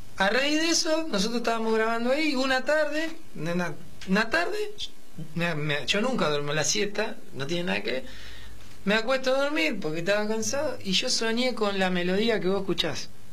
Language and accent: Spanish; Berazategui, Buenos Aires Province, Argentina; yo soy de Berazategui.